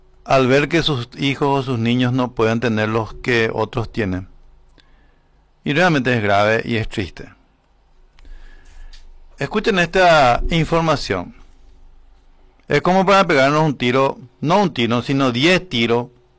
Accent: Paraguay; Realmente no somos buenos ni somos mansos los paraguayos, somos pelotudos, boludos.

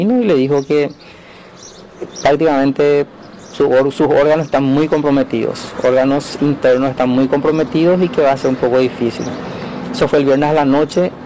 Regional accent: Yaguarón, Paraguarí, Paraguay; soy de Yaguarón.

